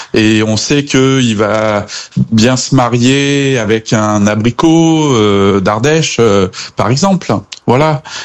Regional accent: Republic of the Congo; also born or lived in Cameroon / Ivory Coast; Alors oui, j'ai grandi en Afrique, au Congo, au Cameroun et en Côte d'Ivoire, grâce à mes parents qui étaient expatriés et qui travaillaient là-bas.

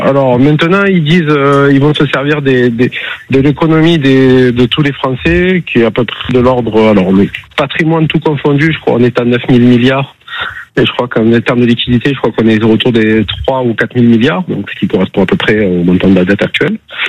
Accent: Gassin, Provence-Alpes-Côte d'Azur, France; De Gassin dans le Var.

